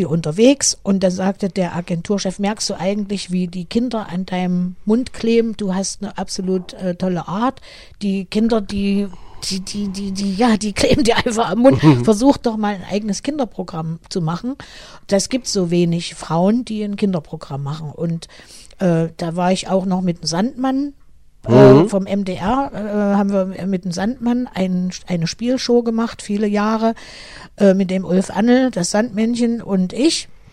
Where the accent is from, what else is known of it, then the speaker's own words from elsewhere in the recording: Erfurt, Thuringia, Germany; meine Heimatliebe, die nicht nur Thüringen betrifft. Und ich habe auch, war mir ein Bedürfnis, ein Lied über meine Heimatstadt Erfurt zu machen.